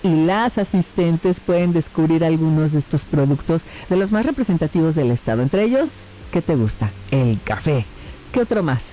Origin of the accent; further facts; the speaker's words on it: Orizaba, Veracruz, Mexico; en la ciudad de Orizaba, allá en mi tierra, orizabeña.